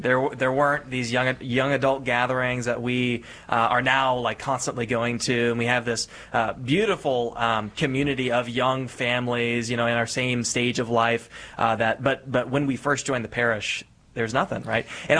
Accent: Oklahoma, United States; I mean, I'm from Oklahoma. It's like the buckle of the Baptist Bible Belt.

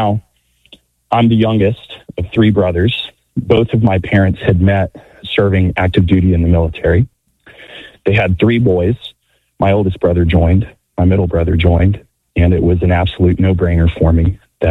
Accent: Texas, United States; moved away; I was raised in North Texas

